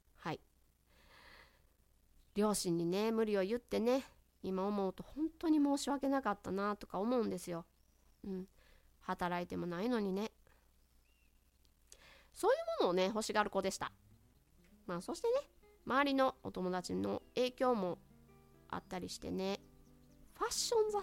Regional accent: Mie, Japan; 私はですね三重県の出身なんですけれども、まあ私服の高校でして

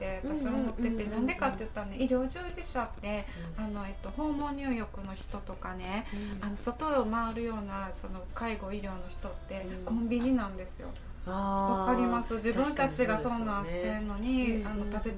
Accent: Izumiotsu, Osaka, Japan; 私の地元はあの泉大津市っていう

